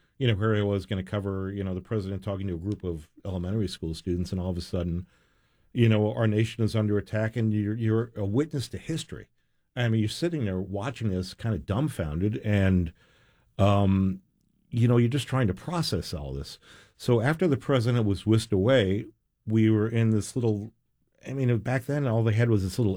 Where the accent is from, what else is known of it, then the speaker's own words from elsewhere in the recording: New York, United States; So I was born in New York. My dad was a New York City cop, and his precinct was in the West Village, Greenwich Village, few blocks north of where the towers were.